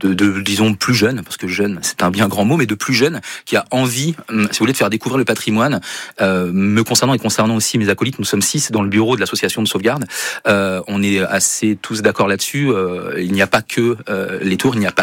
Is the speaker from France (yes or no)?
yes; Nouvelle-Aquitaine, France; chez nous en Creuse